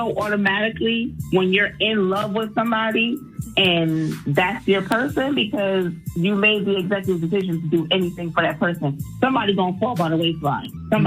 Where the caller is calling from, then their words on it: Connecticut, United States; from Connecticut.